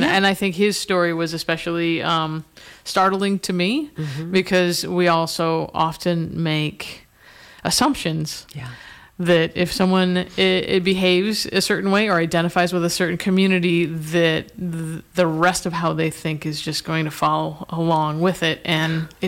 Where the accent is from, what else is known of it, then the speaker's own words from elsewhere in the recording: Midwest, United States; I am from the Midwest, in the Midwest.